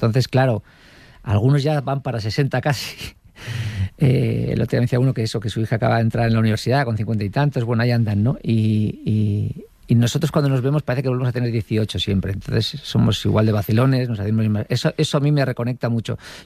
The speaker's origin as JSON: {"language": "Spanish", "region": "Basque Country", "country": "Spain", "tie": "born or raised there", "said": "me paso con el coche por la casa donde, pues donde yo nací. No nací en la casa, entiéndeme, pero donde viví toda mi infancia. Uh-huh. Hasta que me marché de casa, que estaba en un barrio obrero en Zaramaga."}